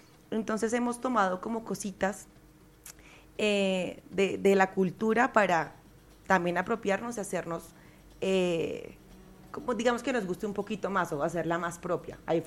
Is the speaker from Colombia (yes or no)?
yes; Colombia; moved away as an adult; now in Egypt; cuando yo en este momento vivo en Egipto, y cuando voy a Egipto me dicen, pero ¿qué hace una colombiana bailando danza árabe?